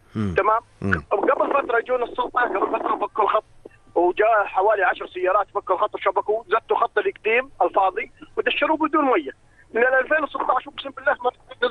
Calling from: Mafraq, Mafraq Governorate, Jordan; انا من المفرق

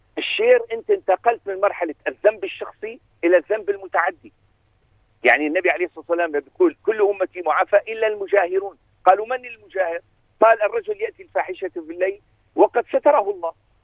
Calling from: United Kingdom; شوف سيدي أنا أتحدثك الآن من بريطانيا.

